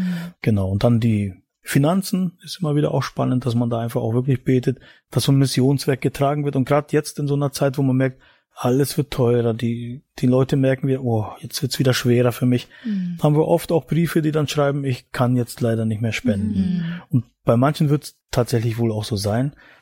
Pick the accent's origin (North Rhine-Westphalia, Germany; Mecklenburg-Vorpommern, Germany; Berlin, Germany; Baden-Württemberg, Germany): Mecklenburg-Vorpommern, Germany; Wir würden gerne nach Mecklenburg-Vorpommern gehen, das ist Ostdeutschland, meine Heimat eigentlich, wo ich herkomme.